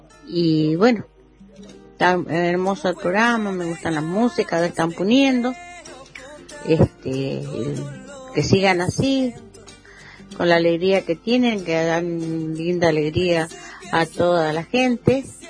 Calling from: La Llave, Argentina; de La Llave, con el 814

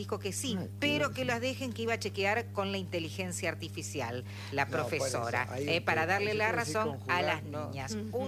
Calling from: Gualeguaychú, Entre Ríos, Argentina; Hola, buen día … de Gualeguaychú.

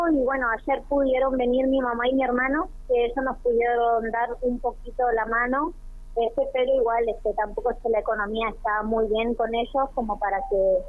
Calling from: Río Gallegos, Santa Cruz, Argentina; Sí, somos de Río Gallegos.

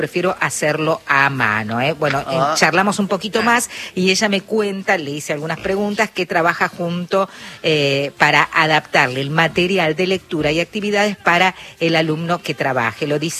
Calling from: Ingeniero Maschwitz, Buenos Aires Province, Argentina; de Ingeniero Maswich.

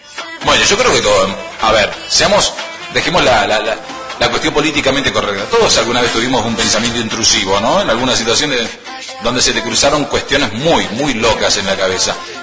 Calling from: Malargüe, Mendoza, Argentina; Toda la tarde los escucho … de Malargüe.

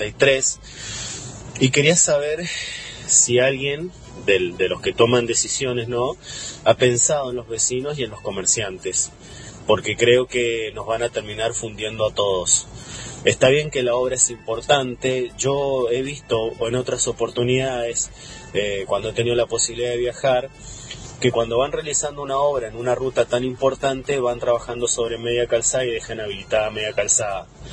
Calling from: Mendoza, Argentina; Yo soy un vecino acá de la zona de Las Paredes, tengo comercio acá donde están realizando la obra en ruta 143

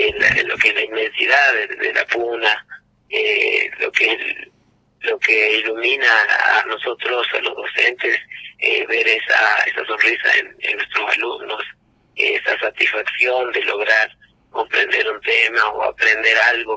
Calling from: La Quiaca, Jujuy, Argentina; Yo vivo en Aquiaca.

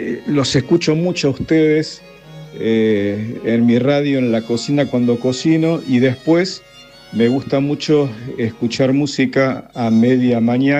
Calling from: Vicente López, Buenos Aires Province, Argentina; de Vicente López.

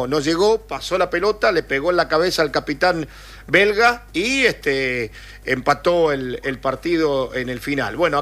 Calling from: Santa Rosa, La Pampa, Argentina; de Santa Rosa La Pampa.

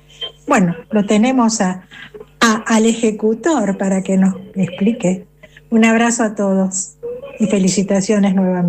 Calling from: Buenos Aires, Argentina; de Botánico.

